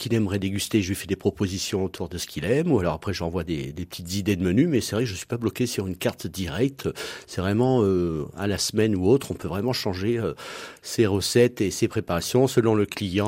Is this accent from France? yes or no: yes; Auvergne-Rhône-Alpes, France